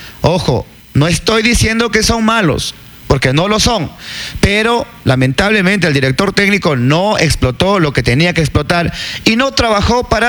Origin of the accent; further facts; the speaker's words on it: Ecuador; Nos volvemos a ilusionar porque somos ecuatorianos